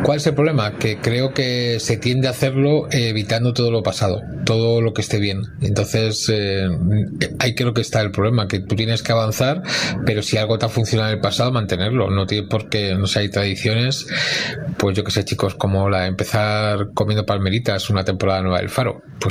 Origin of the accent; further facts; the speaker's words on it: Madrid, Community of Madrid, Spain; Hola, buenas. … de Madrid.